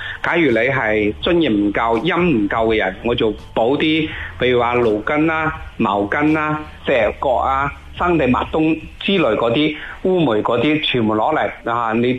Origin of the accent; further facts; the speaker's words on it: Guangdong, China; 我哋广东人